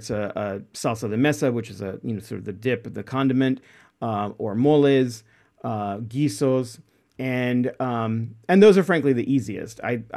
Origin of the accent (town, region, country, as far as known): Texas, United States; born or raised there